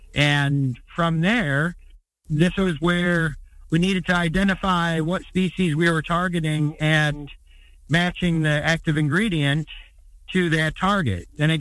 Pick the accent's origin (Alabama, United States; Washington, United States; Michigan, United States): Michigan, United States; Upper Peninsula of Michigan, my stomping grounds. I'm not from Upper Peninsula, but Michigan.